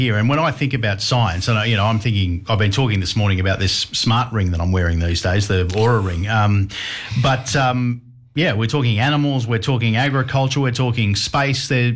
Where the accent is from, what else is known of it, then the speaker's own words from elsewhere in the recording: Sydney, New South Wales, Australia; I'm originally from Sydney, so I don't get that. I'll travel.